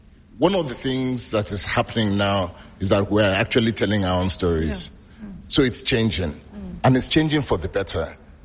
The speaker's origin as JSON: {"language": "English", "country": "Nigeria", "said": "I have opened offices in many countries as a Nigerian speaking to the Nigerian narrative of being very, very aggressive, not taking no for an answer, pushing what we as Nigerians are good at."}